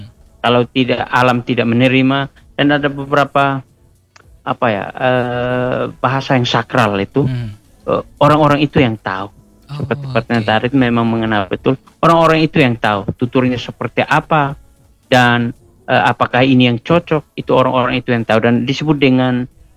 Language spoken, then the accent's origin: Indonesian; East Nusa Tenggara, Indonesia; ketika kita bertemu dan damai, ritualnya dalam kalangan kami orang Atoni itu adalah nakiti.